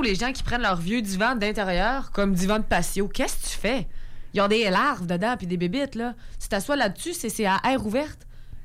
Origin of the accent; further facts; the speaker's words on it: Quebec, Canada; quand j'étais jeune en Beauce, je travaillais au terrain de jeu, camp de jour